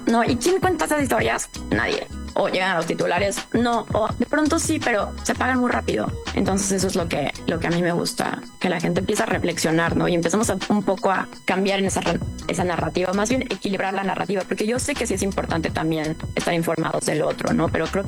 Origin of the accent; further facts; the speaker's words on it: Mexico; nosotros como mexicanos